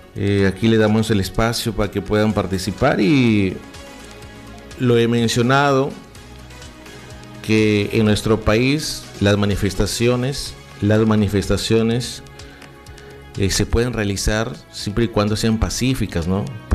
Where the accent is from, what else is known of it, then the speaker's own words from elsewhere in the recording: Peru; Somos peruanos